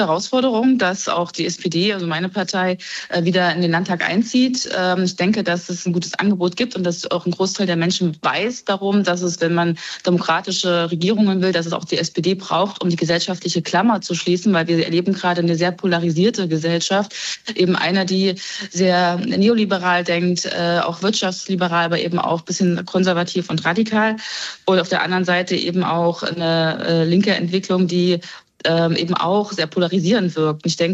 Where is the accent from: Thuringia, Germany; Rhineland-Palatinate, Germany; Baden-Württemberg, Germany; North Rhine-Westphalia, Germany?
Thuringia, Germany; ich komme aus Thüringen